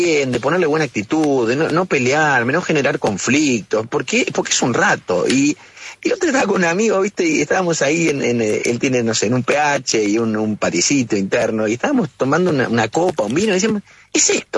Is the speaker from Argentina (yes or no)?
yes; Rafaela, Santa Fe, Argentina; also born or lived in La Plata; Yo soy de Rafaela, digo, ¿viste? Aun cuando no haya nacido en Rafaela. Pero es un poco el pago chico